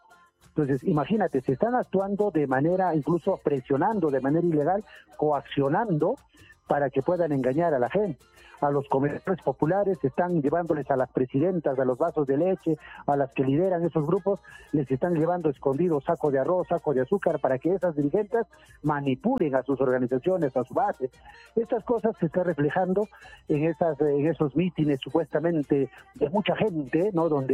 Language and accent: Spanish; Chilca, Lima, Peru; que he nacido y crecido y vivo en Chilca. Tengo mi familia establecida